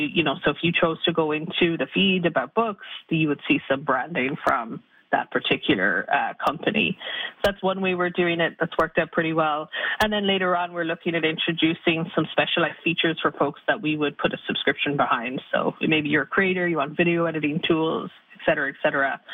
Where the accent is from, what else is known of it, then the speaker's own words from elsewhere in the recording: Ireland; accent: Irish; moved away as an adult; now in Canada; Yeah, so I'm a pretty new Canadian. I am Irish originally, so good ear. I've been living here for almost 10 years now.